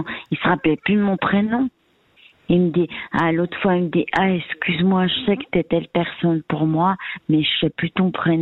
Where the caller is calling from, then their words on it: Geneva, Switzerland; moi, je suis à Genève